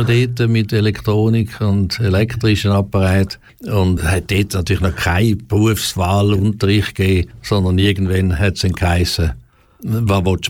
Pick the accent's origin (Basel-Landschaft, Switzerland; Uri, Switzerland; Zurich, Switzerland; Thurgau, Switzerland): Thurgau, Switzerland; Romanshorn; also born or lived in Münsterlingen; Also geboren bin ich im Kanton Thurgau in Münsterlingen und aufgewachsen in Romanshorn. Dort noch Ziegfröhren erlebt auf dem Bodensee und jetzt aber schon seit vielen Jahren im Kanton Aargau zu Hause.